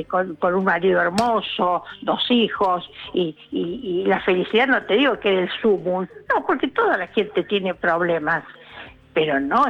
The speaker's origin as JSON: {"language": "Spanish", "region": "Córdoba", "country": "Argentina", "lives_now": "Buenos Aires, Argentina", "said": "Pues yo no soy de Buenos Aires, soy de Córdoba."}